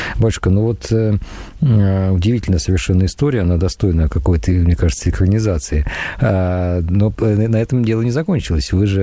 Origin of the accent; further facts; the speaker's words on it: Saint Petersburg, Russia; Я особенно из Петербурга, большого, да, города